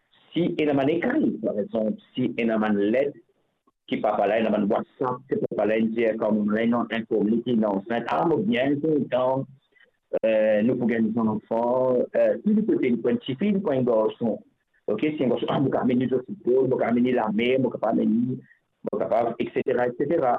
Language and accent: French; Mauritius; moi je viens de Mauricien